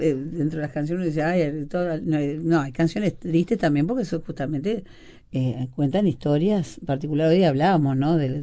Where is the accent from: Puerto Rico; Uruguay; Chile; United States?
Uruguay; Montevideo; Yo nací en Montevideo, me crié con esos reos, yo tocaba los tambores del lugar.